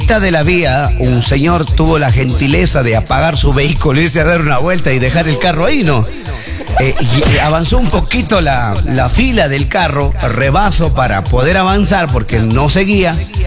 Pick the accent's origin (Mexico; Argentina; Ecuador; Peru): Ecuador; Catacocha, Loja; ¿Y vos cómo sabes que soy de Catacocha?